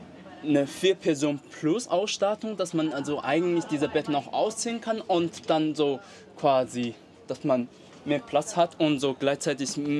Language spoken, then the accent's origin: German; Beijing, China; German is a second language; moved away as an adult; now in Germany; Ich komme aus Peking.